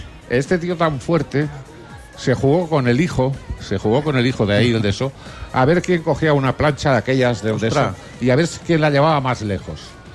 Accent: Ripollet, Catalonia, Spain; born there; cuando yo nací en Ripollet, en el año 1950 habían 3.700 habitantes.

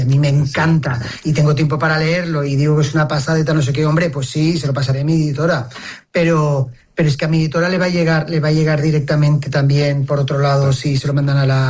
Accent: Barcelona, Catalonia, Spain; Barcelona es un imperdible 100%, porque además yo soy barcelonés, claro.

